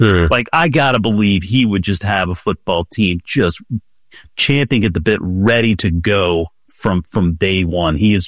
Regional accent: South Carolina, United States; But I grew up in South Carolina, Travis, so I'm going to go with the Carolina Panthers

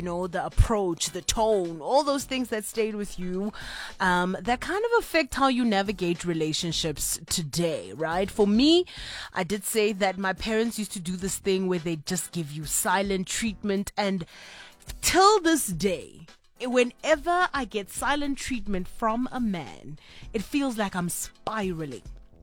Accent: Kimberley, Northern Cape, South Africa; I'm actually also from Kimberley

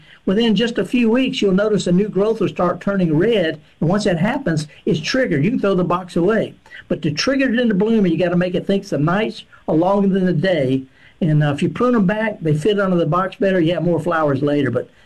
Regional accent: Woodville, Mississippi, United States; Oh, yeah. I'm from the Delta, Woodville. Woodville, that's right.

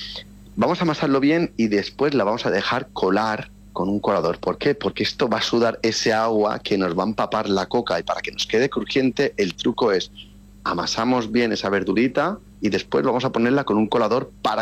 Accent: Balearic Islands, Spain; Pero como buen mallorquín que soy o buen mediterráneo, tengo uno que es infalible.

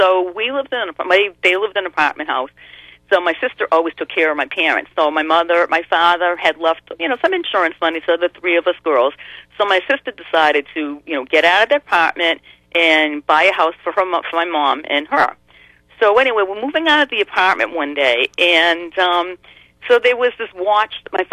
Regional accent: Webster, Massachusetts, United States; And it was on the news the next day, because I'm from Webster. WSO was in Southbridge, and it was on the radio the next day.

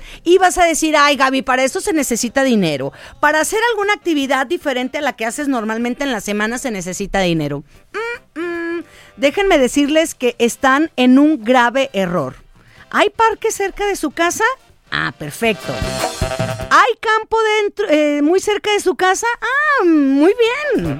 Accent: Autlán, Jalisco, Mexico; moved away; yo me regreso a mi pueblo y yo me acuerdo que, sobre todo en vacaciones, era de irse a la unidad deportiva, era de irnos en Autlán.

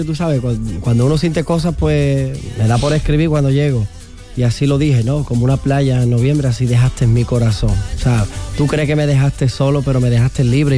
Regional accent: Andalusia, Spain; Casi soy de Cádiz, antes de que Sevilla, pero estoy todos los días, me escapo por Cádiz, tengo muchos amigos.

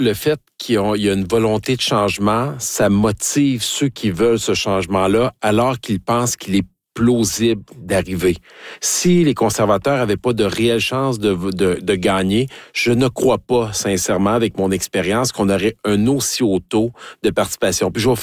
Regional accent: Quebec, Canada; Et ça arrive jusque dans mon coin de pays, dans Richmond, dans Arthabasca.

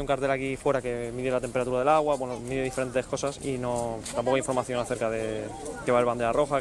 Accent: Alicante, Valencian Community, Spain; como somos alicantinos de aquí, estamos acostumbrados al calor

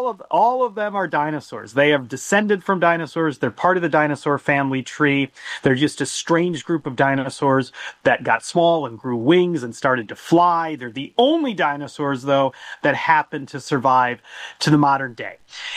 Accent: Illinois, United States; now in Utah, United States; I grew up in Illinois. I'm not so lucky. Nobody's ever found a dinosaur bone in Illinois

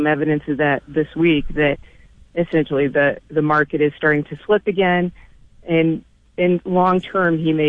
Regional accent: New York, United States; born or raised there; moved away as an adult; now in Rochester, United States

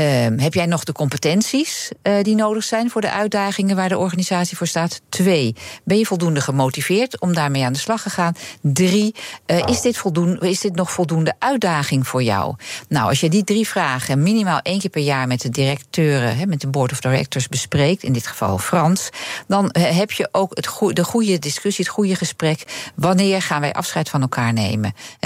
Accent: Netherlands

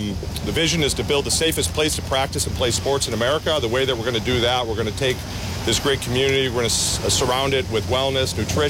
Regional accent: New York, United States; As a sports medicine physician growing up in Western New York

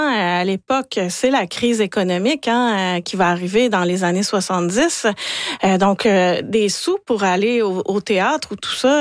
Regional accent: Saguenay, Quebec, Canada; je viens du Saguenay

